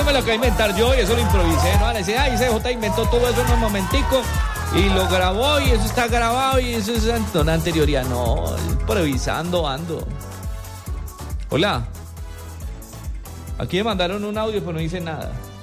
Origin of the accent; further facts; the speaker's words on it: Colombia; somos colombianos